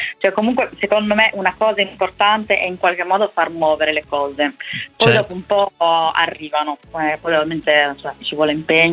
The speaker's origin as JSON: {"language": "Italian", "town": "Rimini", "region": "Emilia-Romagna", "country": "Italy", "tie": "born or raised there", "said": "io sono cresciuta a Rimini"}